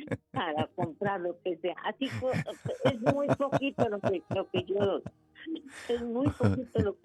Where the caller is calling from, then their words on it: Bogotá, Bogotá D.C., Colombia; Aquí en Bogotá, en Bogotá.